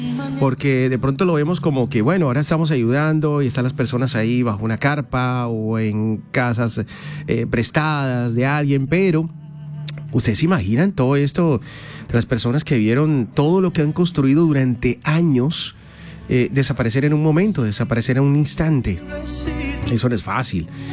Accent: Colombia; porque somos colombianos y así como vivimos de pronto algún momento aquí en Montería, aquí en toda Córdoba

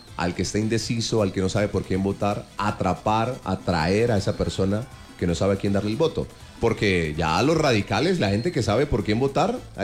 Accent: Colombia

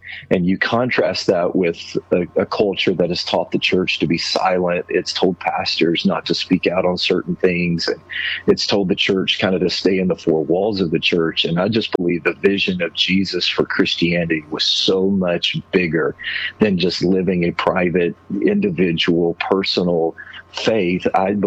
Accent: Arkansas, United States; I grew up in Arkansas

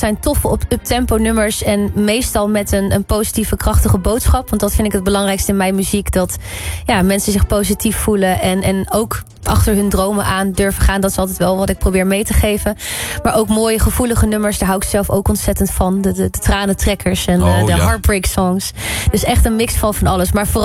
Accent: IJsselstein, Utrecht, Netherlands; inderdaad. Ik ben 27 jaar. Ik kom uit IJsselstein.

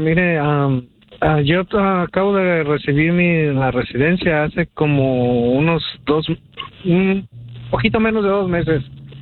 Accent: León, Guanajuato, Mexico; De Mero León. No, de ahí soy.

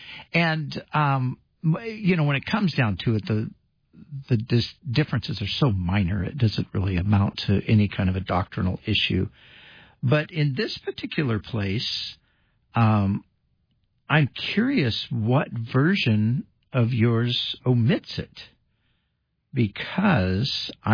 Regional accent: California, United States; I'm from California where we have rattlesnakes as pets, so I'm not really worried about it.

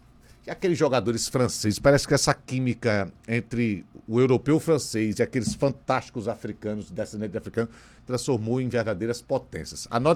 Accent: Brazil; E olha que eu tô falando como brasileiro, né?

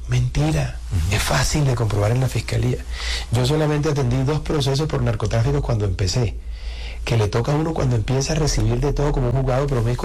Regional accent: Barranquilla, Atlántico, Colombia; also born or lived in Bogotá

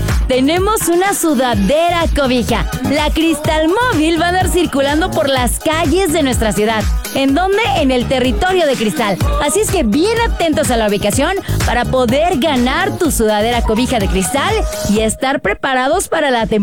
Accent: Mexico

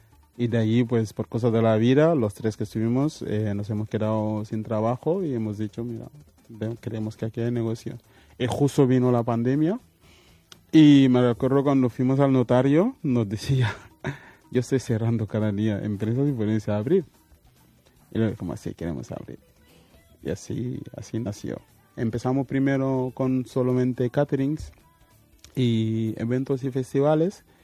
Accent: Casamance, Senegal; Catalan is a second language; Jo soc del Casamàs.

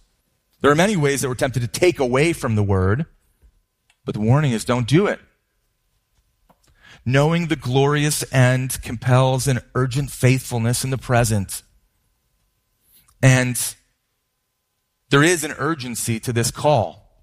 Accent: Lake Elmo, Minnesota, United States; born or raised there

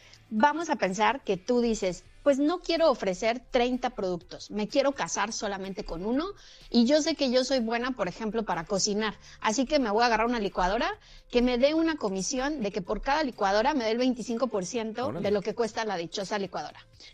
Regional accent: Mexico; now in United States

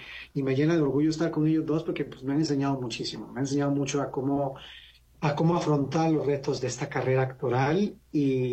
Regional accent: Costa Rica; moved away as an adult; Yo soy de Costa Rica, señor.

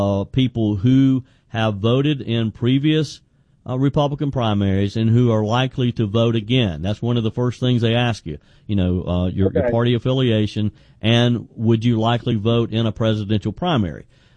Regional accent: South Carolina, United States; Mario is in my home state of South Carolina.

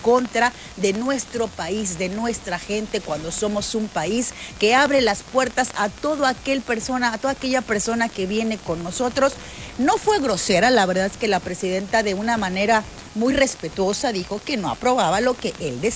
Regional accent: Mexico

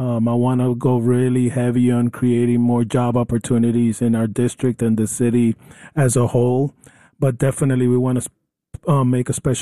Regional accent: New York, United States; as a New Yorker

